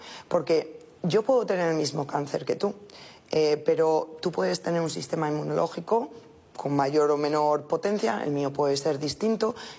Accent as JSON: {"language": "Spanish", "town": "Salamanca", "region": "Castile and León", "country": "Spain", "moved": "yes", "said": "yo como charra, además y formada allí"}